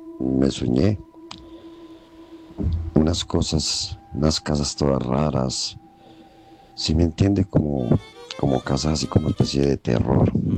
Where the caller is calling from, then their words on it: Lanzarote, Canary Islands, Spain; aquí, desde Lanzarote, España.